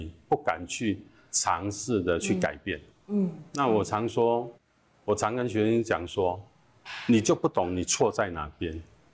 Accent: southern Taiwan, Taiwan; 我就很年轻，我就在、我常跑这个宫庙啊，这个我们乡下人在南部很多这种宫庙文化

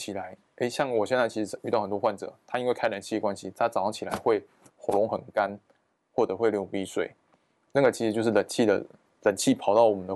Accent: Taiwan; 我们台湾人其实水都喝不大够，

